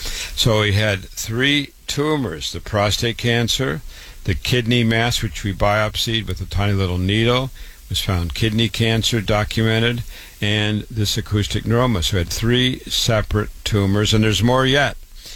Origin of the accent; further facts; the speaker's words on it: Waterloo, Iowa, United States; board-certified doctor. I was born and raised in Waterloo, Iowa, public school, university, MD at 25